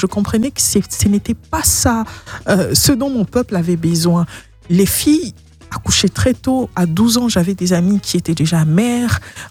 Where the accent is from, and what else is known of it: Kinshasa, DR Congo; born there